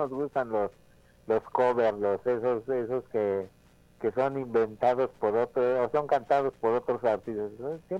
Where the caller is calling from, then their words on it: Mexico; porque somos mexicanos.